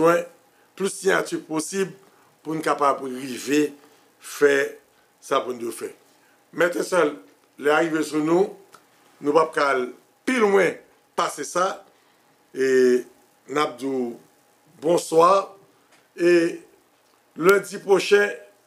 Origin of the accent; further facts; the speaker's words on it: Haiti; nous en tant qu'haïtien